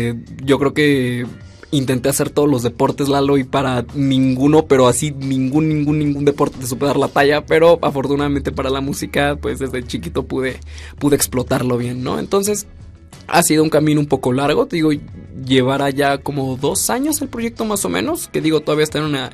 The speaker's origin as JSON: {"language": "Spanish", "town": "Cuernavaca", "region": "Morelos", "country": "Mexico", "said": "de Cuernavaca, Morelos, de donde yo soy."}